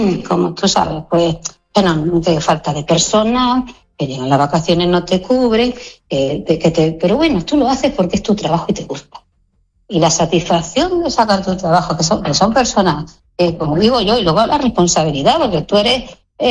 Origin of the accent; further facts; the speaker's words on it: Ceuta, Spain; Nosotros somos españoles, tanto Ceuta como Melilla, y independientemente de la creencia religiosa, nuestro vecino, ¿no? Que digo yo, no, nuestra población caballa, mayoritariamente es musulmana y cristiana